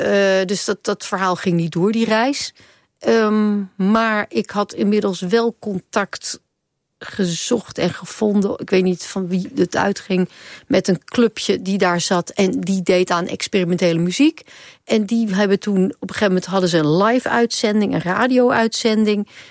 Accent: Amsterdam, North Holland, Netherlands; Soleimani, dat is voor mij als Amsterdammer makkelijk te zeggen.

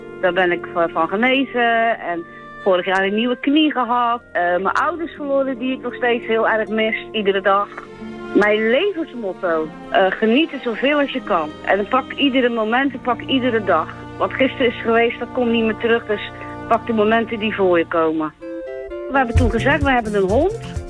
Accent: Dordrecht, South Holland, Netherlands; ik ben een Dordtenaar.

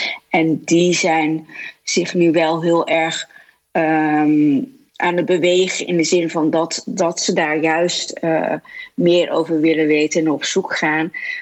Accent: Netherlands; ik ben in Nederland opgegroeid en ging hier naar de lagere school en de middelbare school

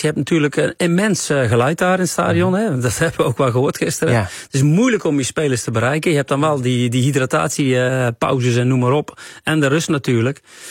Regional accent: Netherlands; Maar nog steeds zijn wij Nederlanders.

